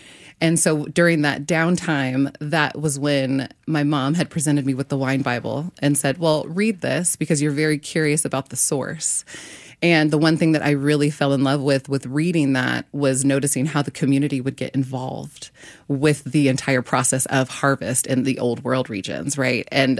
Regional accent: California, United States; … came from the street that I grew up on in the Bay Area.

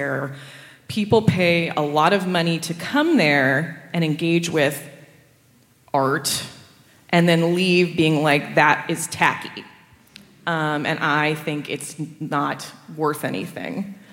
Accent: Orlando, Florida, United States; oh, where are you from? And you're like, Orlando.

